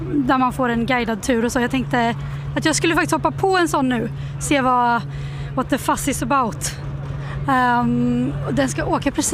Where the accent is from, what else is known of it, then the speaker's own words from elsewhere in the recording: Gothenburg, Västra Götaland County, Sweden; jag är från Göteborg och jag är uppväxt i stan.